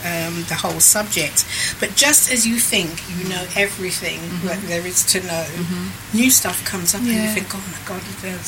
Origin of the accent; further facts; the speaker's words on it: London, United Kingdom; And I thought, you know, I'm the Canning Town girl. I'm from East London.